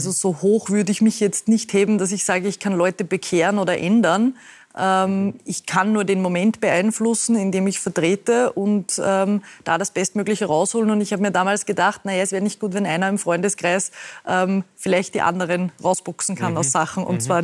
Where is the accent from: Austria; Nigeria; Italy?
Austria; Ried im Innkreis, Upper Austria; now in Vienna, Austria; ich bin ja in Ried im Innkreis aufgewachsen